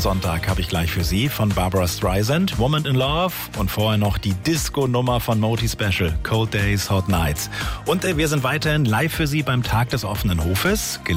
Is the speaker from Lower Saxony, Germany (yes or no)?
yes; Wilhelmshaven, Lower Saxony, Germany; aus meiner Heimatstadt Wilhelmshaven vom Südstrand